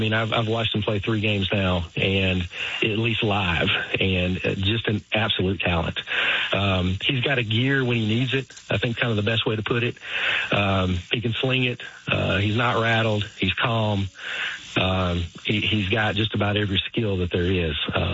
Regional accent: United States; So I grew up in Stevens County, you know, back in the late 80s, 90s

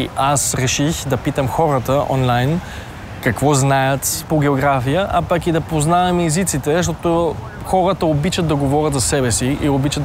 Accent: Vienna, Austria; Официално съм австриец с български корени, понеже съм роден и израснал в Австрия, в Виена, в столицата, но аз се считам като българин от Австрия, понеже се чувствам много повече българин.

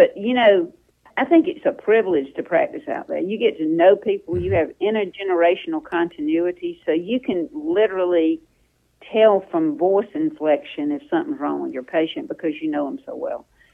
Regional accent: Sandersville, Georgia, United States; I'm from Sandersville, Washington County, and my family's practiced medicine there for 200 years.

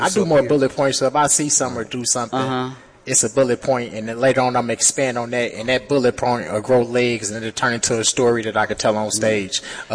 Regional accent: Chicago, Illinois, United States; I'm originally from Chicago.

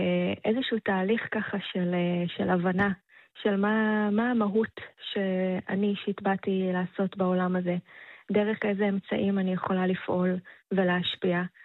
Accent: Jerusalem, Jerusalem District, Israel; now in Tel Aviv, Israel; אני עירונית, אני במקור מירושלים, אבל אני גדלתי בירושלים בשכונת האסבסטונים, זה היה אזור של עבודי אוניברסיטה. והיא הייתה כמו קיבוץ בהר הצופים, והייתי מוקפת בעצים ובטבע

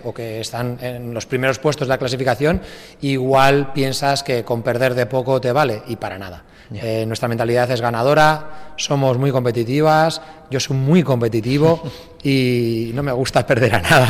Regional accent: Logroño, La Rioja, Spain; Yo soy muy riojano, muy logroñés

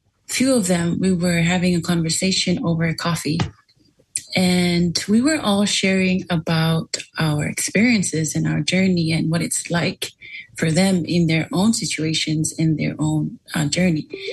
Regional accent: Vava'u, Tonga; now in Nuku'alofa, Tonga; I hail all the way from the Kingdom of Tonga, originally from my paradise home, Ova'u, also known as Kololo Alai Valu.

